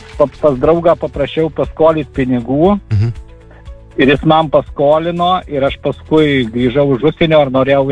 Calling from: Dzūkija, Lithuania; pats esu iš Dzūkijo.

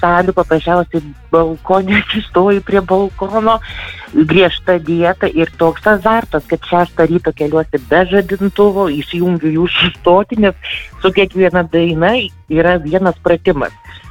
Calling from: Vilnius, Vilnius County, Lithuania

